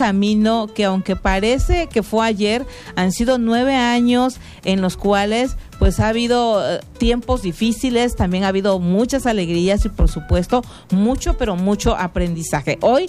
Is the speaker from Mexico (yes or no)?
yes; Mexico; como mexicanos y mexicanas